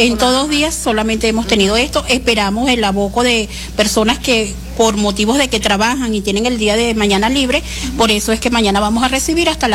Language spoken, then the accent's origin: Spanish; Venezuela; now in Peru; También soy una fiel colaboradora con toda esta tragedia que nos está uniendo como venezolanos y como peruanos